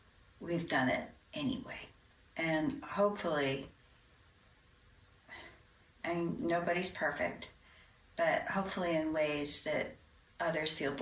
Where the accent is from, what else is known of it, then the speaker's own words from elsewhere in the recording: Philadelphia, Pennsylvania, United States; even though I grew up outside Philly.